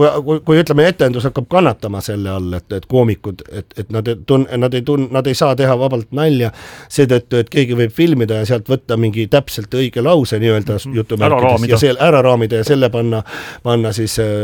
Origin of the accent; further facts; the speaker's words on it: Tallinn, Harju County, Estonia; born there; seal Hiiu pubi vastas on Lillepoekane, roheline maja, see on minu sünnikodu seal.